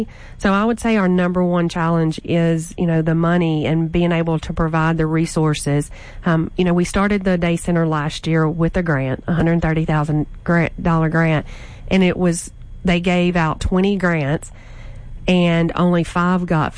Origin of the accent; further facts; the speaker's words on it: Logansport, Louisiana, United States; So we're going to Logansport tomorrow, which is my hometown, and we're kind of starting there.